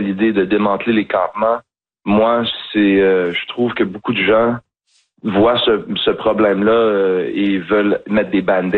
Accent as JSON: {"language": "French", "town": "Montreal", "region": "Quebec", "country": "Canada", "said": "moi, je viens de Saint-Henri, j'ai vécu autour de Saint-Henri de dernier 14 ans de ma vie."}